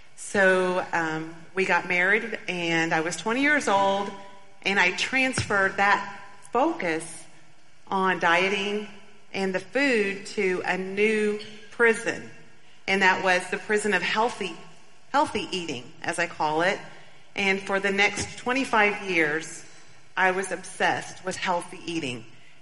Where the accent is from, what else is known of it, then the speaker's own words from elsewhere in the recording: Bentonville, Arkansas, United States; Well, I grew up in Bentonville, Arkansas.